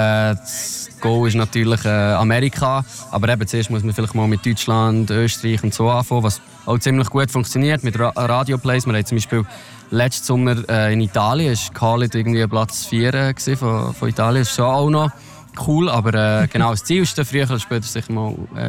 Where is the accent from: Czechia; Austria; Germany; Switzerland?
Switzerland; Ich sage eben, ich komme von der Schweiz und das ist sicher so meine Heimat